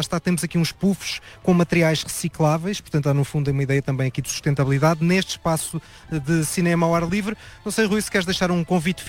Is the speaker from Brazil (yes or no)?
no; Coimbra, Centro, Portugal; eu sou de Coimbra, e entrei na faculdade em Coimbra em 2001, portanto sei bem que essa Coimbra não é bem igual à Coimbra de hoje.